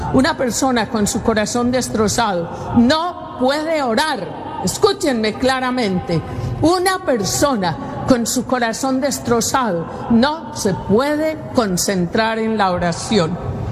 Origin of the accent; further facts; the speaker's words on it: Colombia; aún en mi tierra, en Colombia.